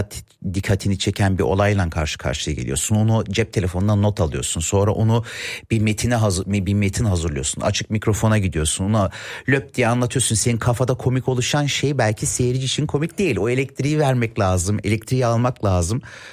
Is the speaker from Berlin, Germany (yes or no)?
no; Cologne, North Rhine-Westphalia, Germany; 1987 senesinde dünyaya geldim. Doğma büyüme könlüyüm. Babam zamanında işçi olarak Almanya'ya geliyor.